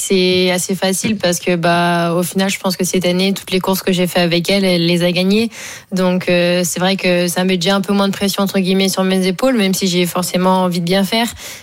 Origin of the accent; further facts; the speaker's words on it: France; en tant que française